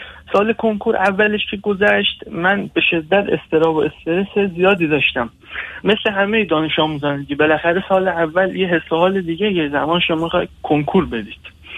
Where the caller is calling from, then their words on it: Qom, Iran; من 20 ساله هستم، از شهر قم هم تماس میگیرم